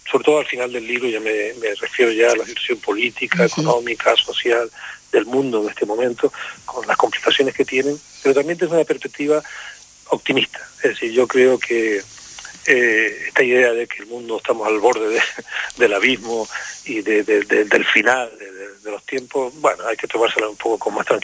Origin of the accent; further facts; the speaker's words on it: Canary Islands, Spain; yo creo que los canarios hemos demostrado una capacidad de superación de las dificultades